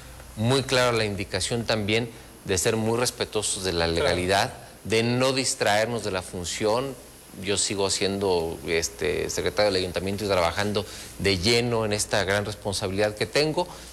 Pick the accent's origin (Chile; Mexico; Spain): Mexico; Los Reyes, Michoacán; born there; now in Morelia, Mexico; Mis papás, uruapense, mi mamá reyense. Yo nací en Los Reyes, pero ya decidí ser moreliano desde que llegué aquí en el año 2000.